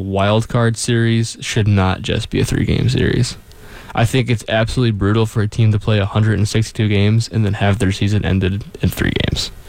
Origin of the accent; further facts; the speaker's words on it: New York, United States; I'm from New York, upstate.